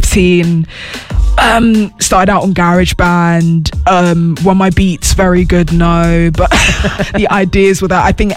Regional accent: London, United Kingdom; I grew up in Southeast London, Peckham, to be exact. I grew up as an only child. I'm an only child.

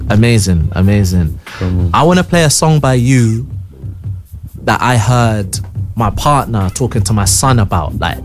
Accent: Bristol, South West England, United Kingdom; also born or lived in Birmingham; growing up in Bristol, I lived in Birmingham for a bit.

